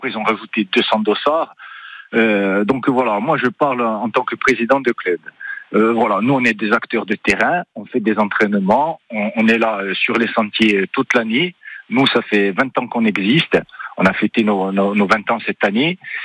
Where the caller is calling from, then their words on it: Corsica, France; je vous appelle de Prunay-Lifumor. Voilà, je me présente … je suis président du club Avourmig.